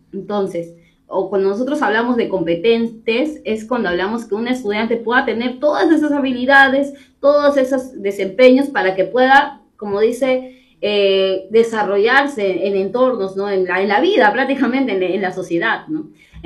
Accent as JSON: {"language": "Spanish", "region": "Lima", "country": "Peru", "said": "Yo vengo de Huaycán, entonces como que aquí en mi comunidad también tenemos locales comunales"}